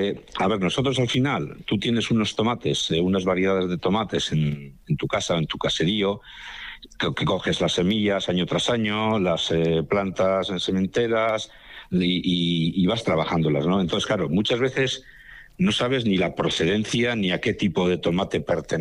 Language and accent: Spanish; Areatza, Basque Country, Spain; un caserío que está aquí en, pertenece como municipio a Zeanuri, muy cerquita de Areatza, porque nosotros somos de Areatza en realidad.